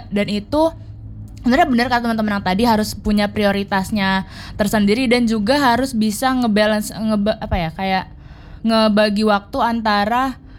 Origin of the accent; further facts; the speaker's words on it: Jakarta, Indonesia; moved away as an adult; now in Surabaya, Indonesia; aku jujur perantau dari Jakarta sejujurnya. Jadi aku butuh survive untuk di Surabaya ini.